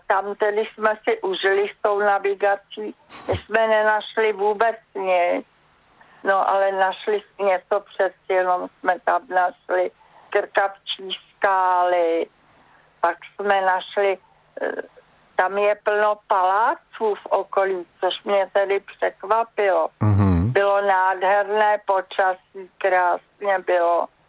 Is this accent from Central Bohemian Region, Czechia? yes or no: no; Prague, Czechia; Narodila jsem se v Radotíně, na idylickém místě, vrátka do lesa, tam chodili k plotu srnky, houpačku jsme měli v lese